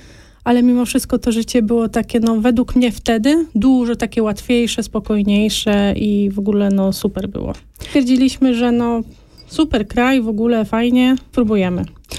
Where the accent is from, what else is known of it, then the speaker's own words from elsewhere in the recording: Toruń, Kuyavian-Pomeranian Voivodeship, Poland; moved away as an adult; Jestem z wykształcenia florystą. Jestem z Torunia. Prowadziłam, no, rok, półtora swoją kwiaciarnię w Toruniu.